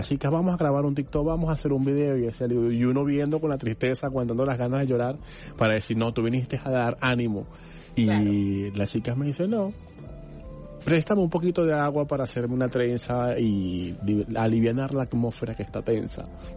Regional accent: Venezuela; nosotros como venezolanos

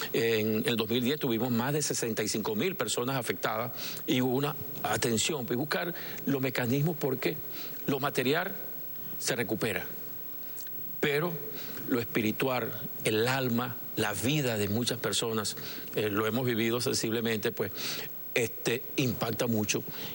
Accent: Venezuela; hemos sido los venezolanos. Nosotros somos hijos de Dios y de Bolívar

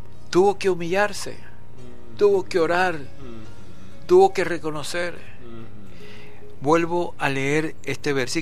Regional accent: Venezuela

